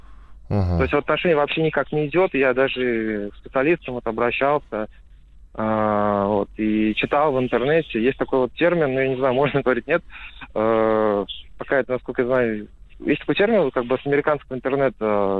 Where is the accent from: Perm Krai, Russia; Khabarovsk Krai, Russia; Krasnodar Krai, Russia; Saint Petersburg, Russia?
Krasnodar Krai, Russia; Sochi; 26 лет, вот я из Сочи